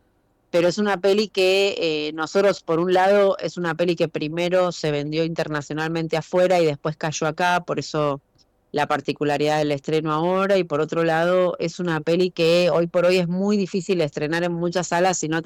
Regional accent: Buenos Aires, Argentina; Soy porteña, pero tengo una casita en el Rincón

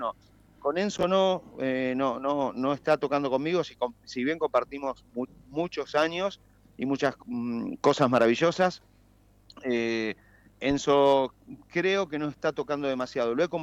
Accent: Argentina

